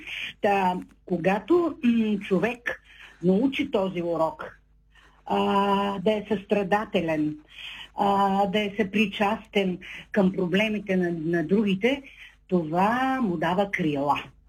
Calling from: Shumen, Shumen Province, Bulgaria; съм от Шумен.

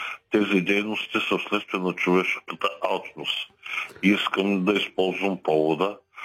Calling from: Haskovo Province, Bulgaria; по моя край е известен с добив на гнайс. След като взеха да добиват гнайс, имаме една река, Армира

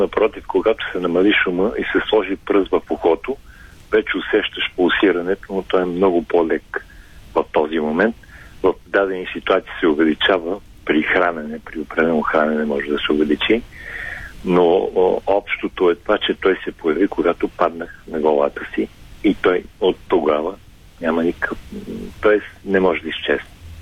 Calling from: Sofia, Sofia City, Bulgaria; съм от София.

